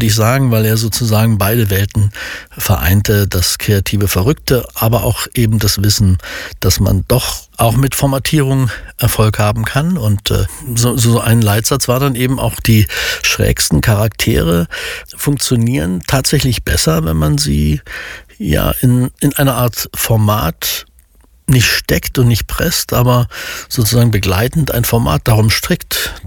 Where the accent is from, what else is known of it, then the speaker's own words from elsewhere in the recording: eastern Germany, Germany; Als Ostdeutsche waren wir dann die Berater im westdeutschen Sender.